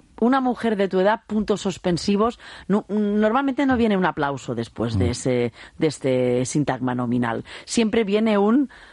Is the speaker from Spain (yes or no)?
yes; Spain